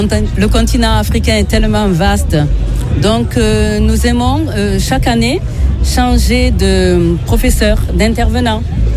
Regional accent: France; also born or lived in Dakar, Senegal / Guinea-Bissau; je suis africaine, originaire de Guinée-Bissau, née à Dakar, Sénégal. Donc, j'ai grandi en France, mais comme on dit, je n'oublie pas d'où je viens.

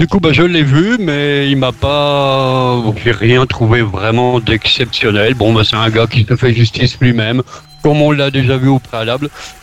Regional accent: France; chez nous en France

